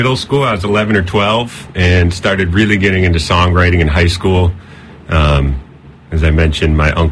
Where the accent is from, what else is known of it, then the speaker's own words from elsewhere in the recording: Concord, Massachusetts, United States; We grew up outside Boston in Concord, Mass